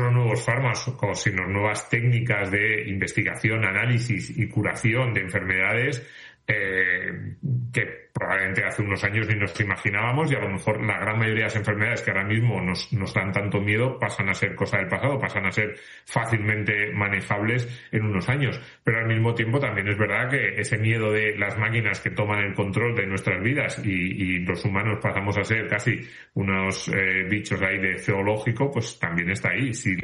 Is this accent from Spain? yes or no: yes; Asturias, Spain; Me voy a quedar aquí en mi pueblo en Asturias, me voy a poner a plantar pepinos